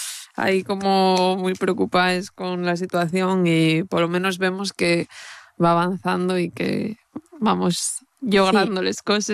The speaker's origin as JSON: {"language": "Spanish", "region": "Asturias", "country": "Spain"}